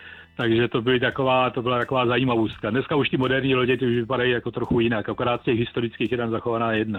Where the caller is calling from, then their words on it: Brno, South Moravian Region, Czechia; já jsem z Brna, Brno má krásné okolí